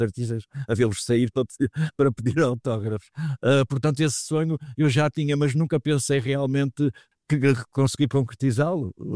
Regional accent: Porto, Norte, Portugal; moved away as an adult; also born or lived in Guinea-Bissau / London; now in Lisbon, Portugal; eu nasci no Porto

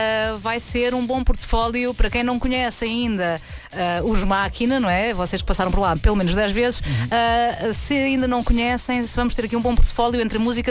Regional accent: Norte, Portugal; eu também sou do Norte

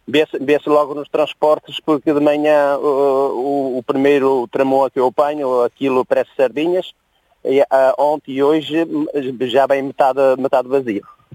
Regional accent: Celorico de Basto, Braga, Portugal; Sou aí à beira do Porto, sou da Celurico de Vasco.

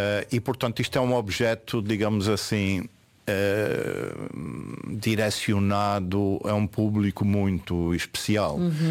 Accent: Portugal; born there; da minha terra, portanto, da relva, okay, da freguesia onde eu nasci.

